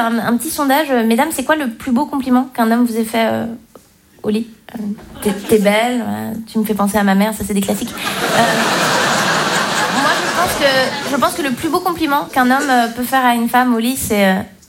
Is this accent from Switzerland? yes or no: yes; Romandy, Switzerland; Donc moi je viens de Suisse romande, chez moi on parle français, mais en même temps on n'a pas la même psychologie que les Français.